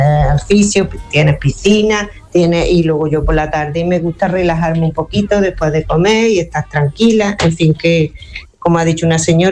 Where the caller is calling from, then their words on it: Córdoba, Andalusia, Spain; días, mire … de Córdoba.